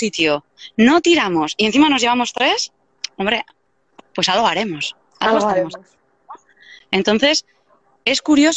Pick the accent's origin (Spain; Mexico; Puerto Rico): Spain; Deba, Basque Country; born there